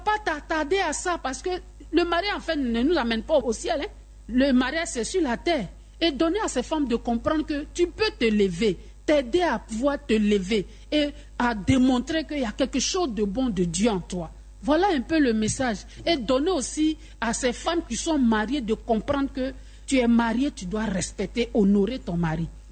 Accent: Abidjan, Côte d’Ivoire; Mais chez nous, à Abidjan ici

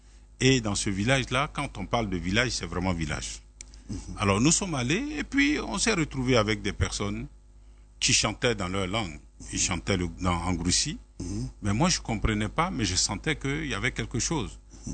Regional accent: Daloa, Sassandra-Marahoué, Côte d’Ivoire; born there

